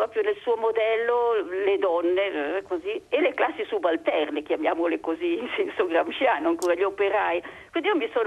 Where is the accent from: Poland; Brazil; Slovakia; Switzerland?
Switzerland; Ticino; moved away; sono cresciuta nel Canton Ticino, vicino a Lugano, io avevo in giro delle belle montagne